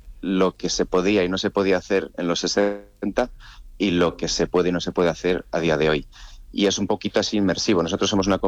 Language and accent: Spanish; Valladolid, Castile and León, Spain; born there; somos de Valladolid, de toda la vida.